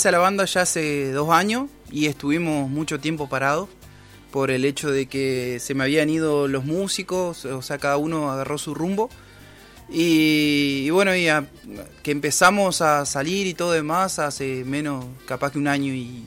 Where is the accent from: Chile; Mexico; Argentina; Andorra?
Argentina; Paraná, Entre Ríos; somos de Paraná los dos